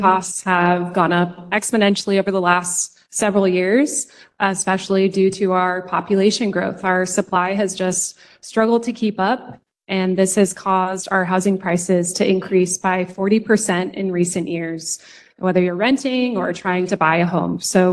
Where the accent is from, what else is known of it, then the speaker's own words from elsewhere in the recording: Middleton, United States; I'm from Middleton. I grew up surrounded by farm fields. Those farm fields are now suburban neighborhoods.